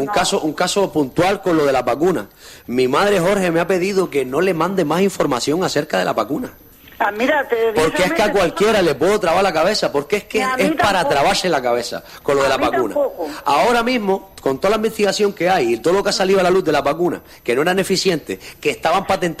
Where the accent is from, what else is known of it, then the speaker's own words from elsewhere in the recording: Canary Islands, Spain; entonces, oye, nosotros como canarios queremos soluciones, sean rojas, verdes o azules, nos dan exactamente igual.